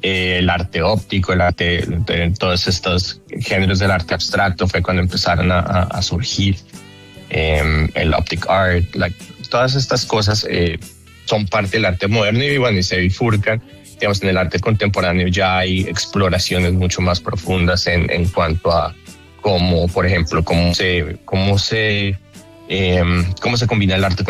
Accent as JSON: {"language": "Spanish", "country": "Colombia", "moved": "as an adult", "lives_now": "United States", "said": "una cosa que yo entendí cuando yo me fui de Colombia, me vine aquí a Estados Unidos, entendí el tamaño del mercado del arte"}